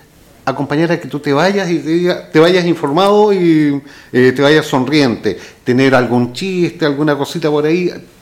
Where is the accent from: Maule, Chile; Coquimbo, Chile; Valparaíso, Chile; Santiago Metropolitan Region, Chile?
Valparaíso, Chile; Limache; moved away; also born or lived in Quillota; Nací en Limache. Digo, hay una contradicción súper grande. Ya. Nací en Quillota, me pasaron en Limache.